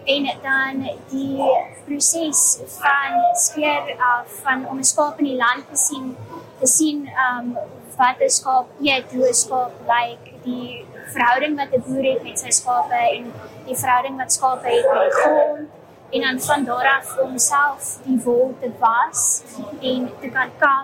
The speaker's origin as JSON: {"language": "Afrikaans", "region": "Western Cape", "country": "South Africa", "said": "Ek is van Refusioner End af in die Weskaap in die Overberg area."}